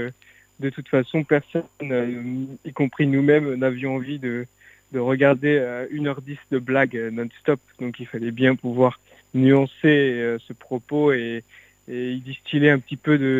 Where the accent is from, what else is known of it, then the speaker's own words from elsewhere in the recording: Centre-Val de Loire, France; je suis Tourangeau, donc je viens de Touraine, exactement.